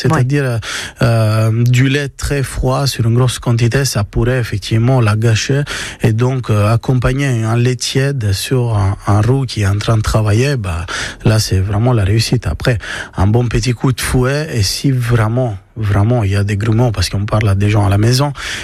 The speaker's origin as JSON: {"language": "French", "country": "Italy", "said": "moi je suis italien"}